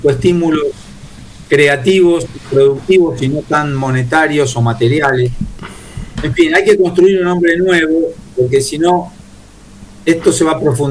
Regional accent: Argentina

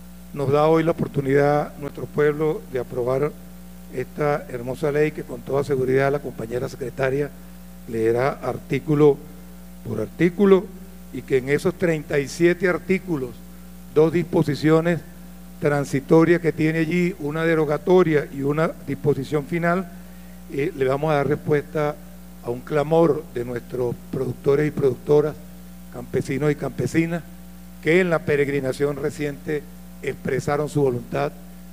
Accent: Venezuela; este café que nos identifica como venezolanos.

